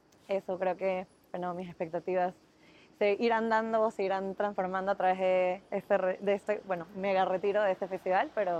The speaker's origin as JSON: {"language": "Spanish", "country": "Ecuador", "lives_now": "Panama", "said": "soy ecuatoriana, vivo en Panamá, tengo 26 años"}